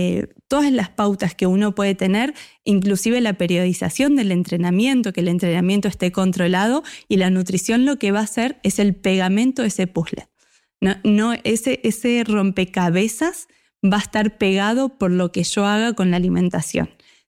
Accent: Necochea, Buenos Aires Province, Argentina; soy de Necochea

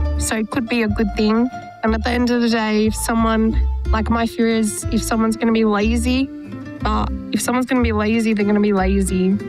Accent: Sydney, New South Wales, Australia; I'm from Sydney.

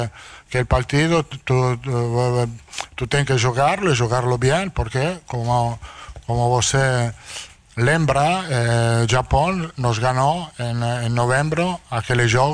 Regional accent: Italy; Portuguese is a second language

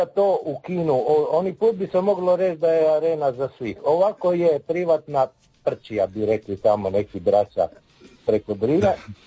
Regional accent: Pula, Istria County, Croatia; ja sam stari Istrijan i Puležan. Kako dica sam hodija magari oko arene

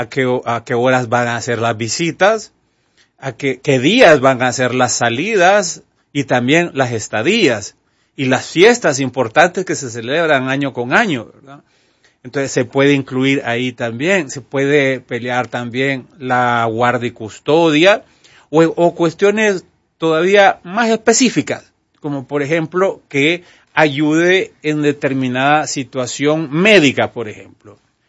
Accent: Honduras; Tenemos mala experiencia como Estado hondureño

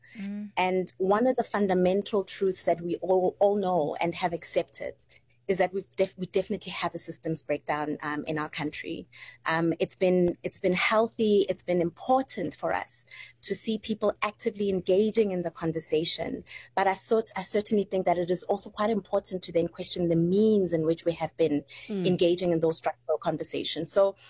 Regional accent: South Africa; as a South African

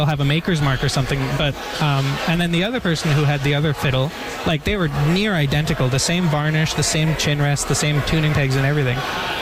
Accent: Île-à-la-Crosse, Saskatchewan, Canada; After living in Saskatoon, I realized it was just pure magic. I mean, it was, you could, at the drop of a hat, in 5 minutes, I could go to the beach and I'd be swimming in a lake that is fresh, pure, clean water.

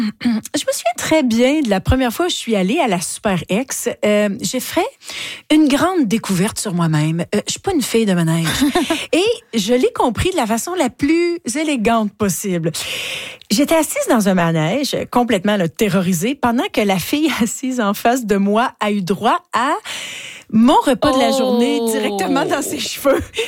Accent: Ottawa, Ontario, Canada; moved away as an adult; now in Toronto, Canada; quand j'étais jeune à Ottawa

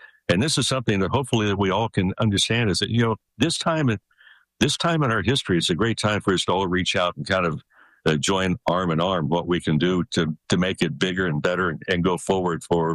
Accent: Santa Monica, California, United States; moved away as an adult; I grew up in Santa Monica.

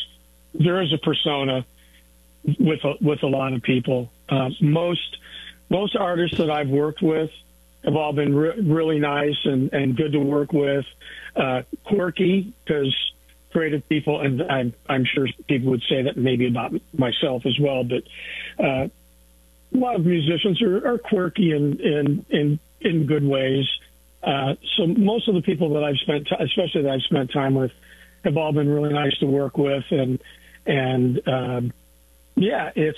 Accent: Madison, Wisconsin, United States; I grew up in Madison. It's not where I was born, but I consider that to be one of my two hometowns, and it's the hometown that I'm probably most proud

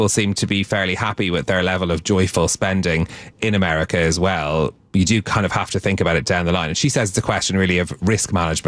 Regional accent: Ireland; I'm an Irish

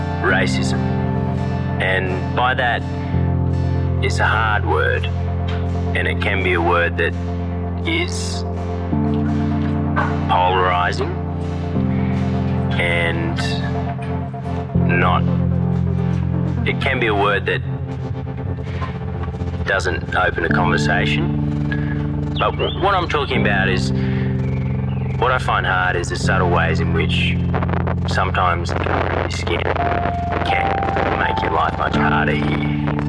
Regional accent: Mudgee, New South Wales, Australia; born there; now in Alice Springs, Australia; I was born in Mudgee, New South Wales, in pastoral country. Some people call it fattening country. It's a lot of green grass, trees, about 500 mils rainfall. We've had that some years here in Alice.

